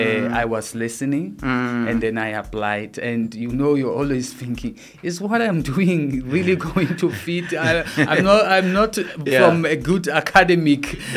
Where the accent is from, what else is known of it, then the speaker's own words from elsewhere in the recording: Mafeteng, Mafeteng District, Lesotho; I am from Mafeting